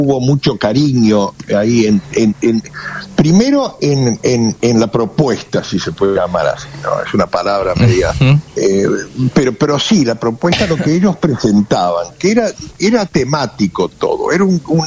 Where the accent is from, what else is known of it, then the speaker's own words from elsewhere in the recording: Buenos Aires, Argentina; born there; No soy tanguero, lo que pasa es que como nací en Buenos Aires